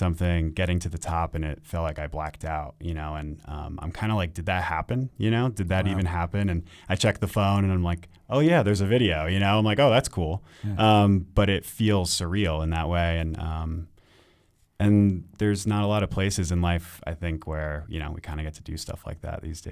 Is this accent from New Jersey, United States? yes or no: yes; New Jersey, United States; moved away; I'm from New Jersey.